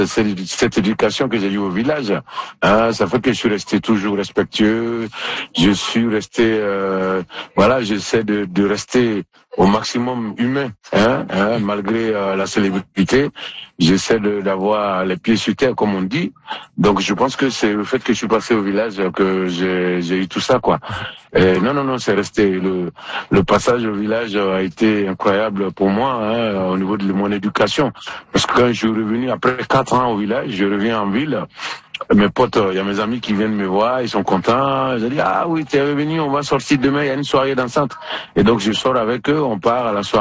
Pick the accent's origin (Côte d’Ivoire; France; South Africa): Côte d’Ivoire; Les gens m'ont demandé d'où je viens, j'ai dit Côte d'Ivoire